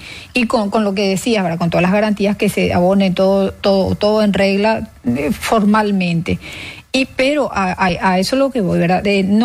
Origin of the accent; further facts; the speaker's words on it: Paraguay; O sea, somos paraguayos, entonces queremos consumir lo que producimos y estamos en nuestro total derecho.